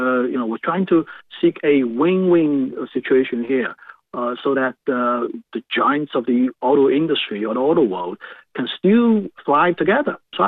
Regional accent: Shanghai, China; I was brought up in Shanghai in 1990s in Shanghai.

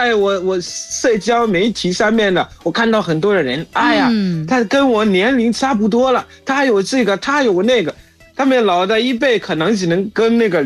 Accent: Zimbabwe; 我是来自津巴布韦的

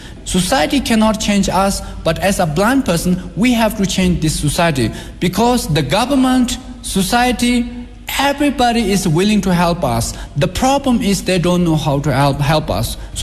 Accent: Tibet, China; when I say I'm from Xizang, they will think like, wow, this is number one.

